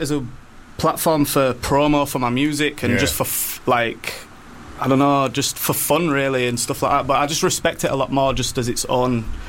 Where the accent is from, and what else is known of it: Bradford, Yorkshire and the Humber, United Kingdom; born or raised there